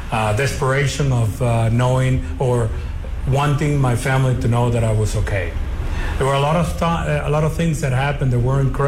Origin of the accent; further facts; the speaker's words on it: Venezuela; moved away; One is the part of growing up in Venezuela, okay? And the second part is when we moved here and we saw Venezuela collapsing.